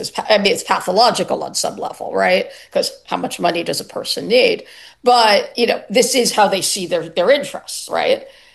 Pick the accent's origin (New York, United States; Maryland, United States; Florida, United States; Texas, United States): New York, United States; now in Los Angeles, United States; I'm a New Yorker, so even though I live in Los Angeles these days, I'm still a New Yorker.